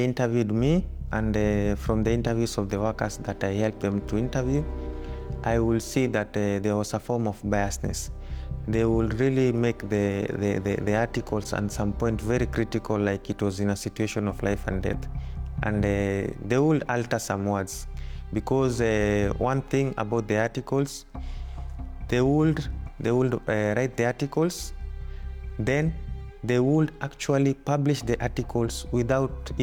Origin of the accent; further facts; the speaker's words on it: Kenya; moved away as an adult; I'm Kenyan. I came to Qatar. I worked as a security guard for 2 years.